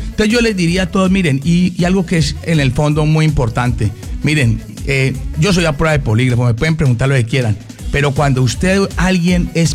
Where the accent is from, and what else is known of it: Colombia